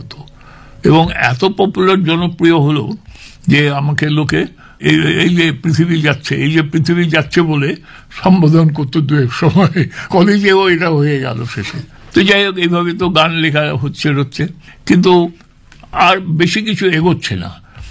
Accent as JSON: {"language": "Bangla", "area": "Bikrampur", "region": "Dhaka Division", "country": "Bangladesh", "tie": "born or raised there", "also_born_or_lived": "Kolkata, India", "moved": "yes", "said": "আমার জন্ম হয়েছিল কলকাতায়, কিন্তু আমার শৈশব কেটেছিল পূর্ব বাংলার ঢাকা জেলার বিক্রমপুরে।"}